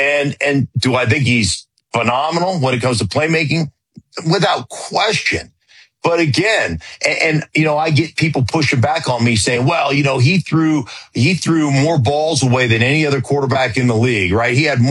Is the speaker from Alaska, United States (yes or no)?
yes; Anchorage, Alaska, United States; born or raised there